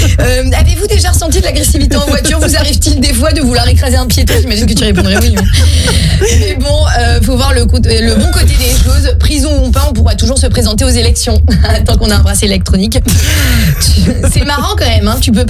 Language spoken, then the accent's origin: French; Switzerland; je suis pas indécis, je suis suisse